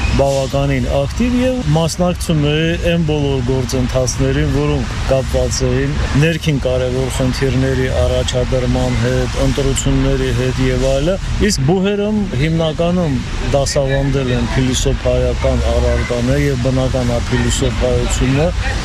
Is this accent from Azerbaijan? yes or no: yes; Stepanakert, Karabakh, Azerbaijan; born or raised there; also born or lived in Yerevan, Armenia